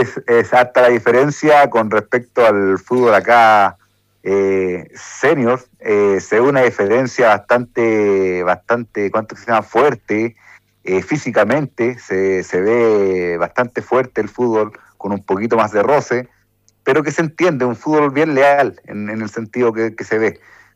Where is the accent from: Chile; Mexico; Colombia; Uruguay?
Chile; Rancagua, O'Higgins; nosotros la mayoría somos de acá de la sexta región Rancagua.